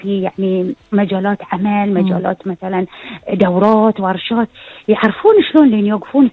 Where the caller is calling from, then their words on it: Bahrain; احنا مستوانا وايد عالي في البحرين وانا ما اقول ان انا اختار بنفسي بحرينية